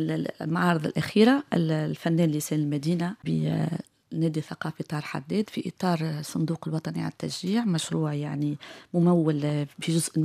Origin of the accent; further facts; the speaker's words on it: Tunisia; وكنت أنا كتونسية